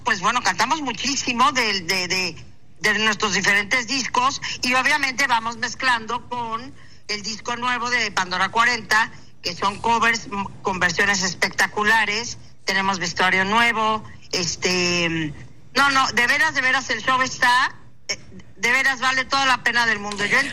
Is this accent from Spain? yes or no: no; Mérida, Yucatán, Mexico; a Mérida, Yucatán, mi tierra preciosa.